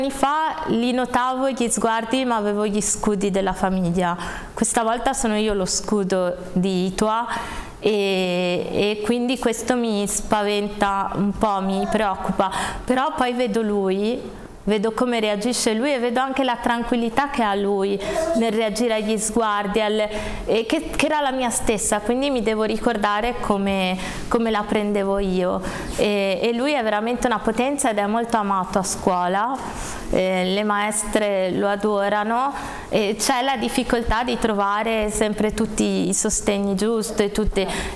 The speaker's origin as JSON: {"language": "Italian", "town": "Genoa", "region": "Liguria", "country": "Italy", "said": "io sono di Genova, quindi ho la fortuna di avere il Gaslini a due passi"}